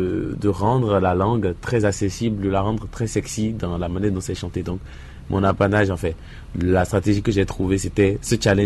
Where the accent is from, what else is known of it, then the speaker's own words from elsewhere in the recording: Benin; Donc, en tant que béninois, c'était très important pour moi de faire de l'afrobeat, de faire un son qui vient de chez moi.